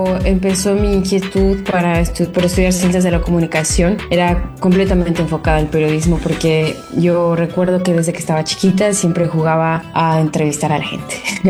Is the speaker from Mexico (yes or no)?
yes; Pachuca, Hidalgo, Mexico; now in Paris, France; Yo soy originaria de Pachuca, Hidalgo. Nací y crecí en Pachuca.